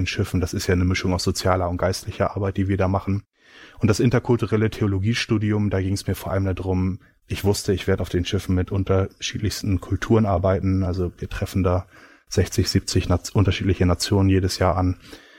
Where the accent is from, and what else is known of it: Germany